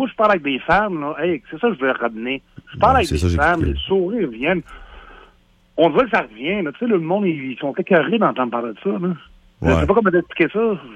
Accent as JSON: {"language": "French", "town": "Sainte-Marie", "region": "Quebec", "country": "Canada", "said": "Je viens de Sainte-Marie."}